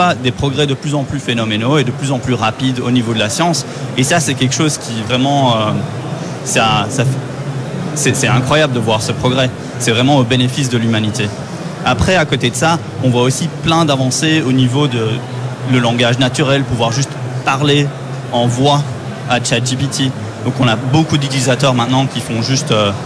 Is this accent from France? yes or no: no; Brussels, Brussels-Capital Region, Belgium; moved away as an adult; now in San Francisco, United States; Je suis belge. De Bruxelles. D'origine, oui.